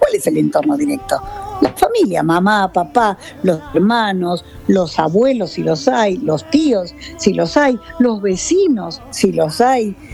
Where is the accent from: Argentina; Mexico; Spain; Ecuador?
Argentina; En mi país, por ejemplo, en la Argentina